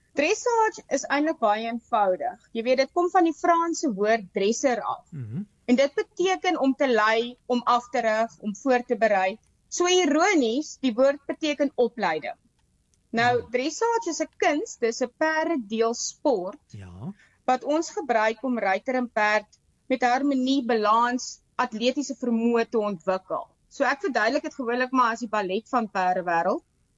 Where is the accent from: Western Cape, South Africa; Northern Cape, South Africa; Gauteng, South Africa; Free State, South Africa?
Northern Cape, South Africa; Ons is van Appington af in die Noord-Kaap, Louisville.